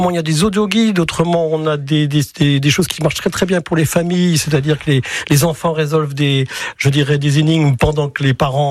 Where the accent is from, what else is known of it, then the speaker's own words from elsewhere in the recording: Dol-de-Bretagne, Brittany, France; je suis né à Dol, j'ai toujours vu ma vie à Dol.